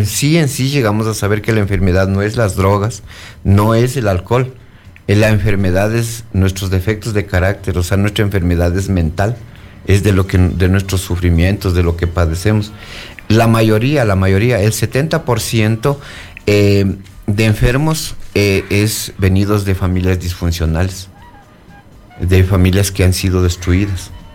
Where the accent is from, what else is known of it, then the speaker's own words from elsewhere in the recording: Bolívar, Ecuador; yo soy de la provincia de Bolívar, donde fabrican el pájaro azul.